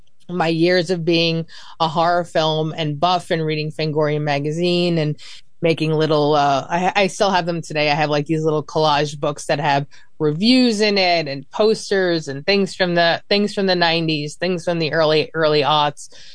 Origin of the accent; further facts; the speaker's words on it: Laurence Harbor, New Jersey, United States; I grew up in a place called Lawrence Harbor, though I'm from Jersey City